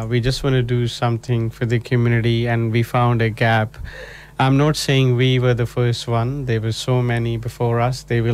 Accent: Chandigarh, India; moved away; I'm originally from India, north part of India. 250 km up north from New Delhi, and this beautiful place called Chandigarh.

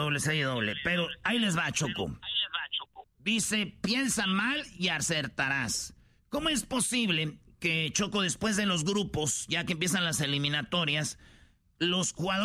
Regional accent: Michoacán, Mexico

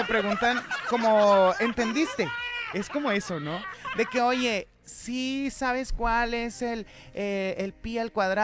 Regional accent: Monterrey, Nuevo León, Mexico

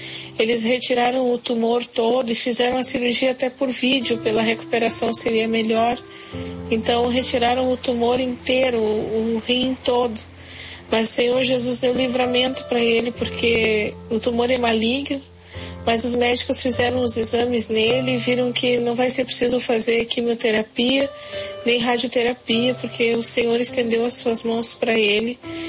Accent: Porto Alegre, Rio Grande do Sul, Brazil; eu sou da cidade de Porto Alegre, Rio Grande do Sul.

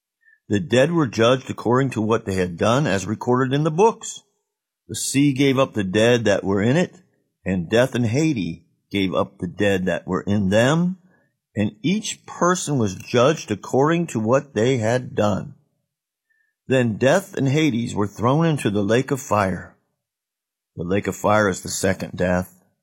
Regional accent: Ohio, United States; I grew up near the Tuscarawas River

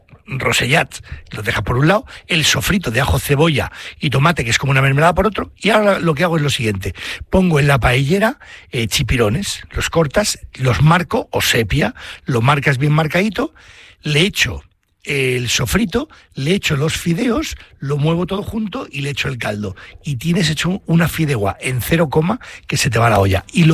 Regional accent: Venezuelan Andes, Venezuela; es que soy un gocho.

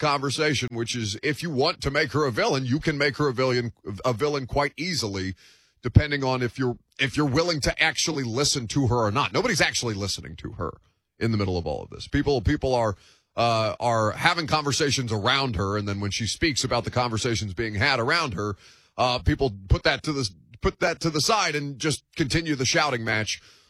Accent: Indiana, United States; I'm from Indiana. I went to Indiana.

